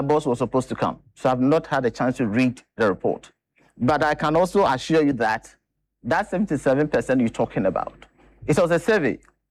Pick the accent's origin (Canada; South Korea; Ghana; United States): Ghana; Bono; now in Greater Accra, Ghana; I'm not from this region, Greater Accra region, I'm from Borno region, and I know I'm here as a result of migration.